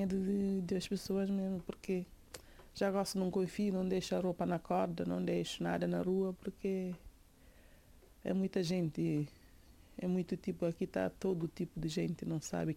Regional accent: Cape Verde; now in Portugal; Retorno a Cabo Verde, não sei. É uma possibilidade.

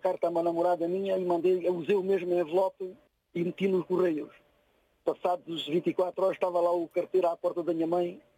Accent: Estremoz, Alentejo, Portugal; born there; Estremoz mesmo, em Santa Maria.

